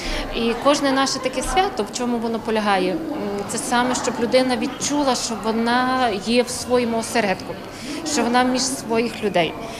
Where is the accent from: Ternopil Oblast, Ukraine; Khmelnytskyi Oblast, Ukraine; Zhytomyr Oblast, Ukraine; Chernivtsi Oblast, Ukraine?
Chernivtsi Oblast, Ukraine; now in Poland; це я з Чернівецької області